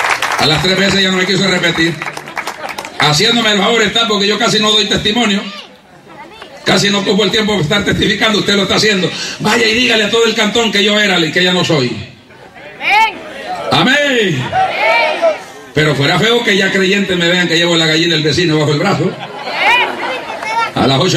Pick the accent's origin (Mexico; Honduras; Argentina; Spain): Honduras; born there; moved away; soy nacido en Honduras. Aquí tiene un catracho de nacimiento. Y no le digo que dejé el ombligo en Amasigo y Choluteca, porque es el bando aquí. Pero la tripa se allá quedó.